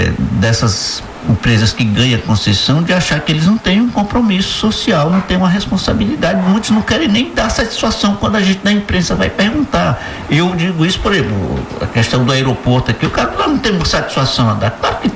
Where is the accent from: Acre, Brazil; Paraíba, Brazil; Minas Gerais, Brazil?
Minas Gerais, Brazil; Ouro Preto; eu adoro Ouro Preto, é minha cidade, é minha terra